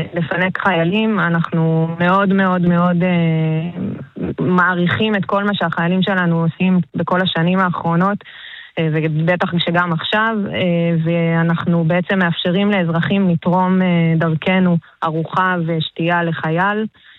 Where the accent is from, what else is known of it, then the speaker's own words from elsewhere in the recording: Kibbutz Yiftah, Northern District, Israel; born there; אני נולדתי כאן אז אני באמת לא אובייקטיבית, אבל זה באמת האזור הכי יפה בארץ.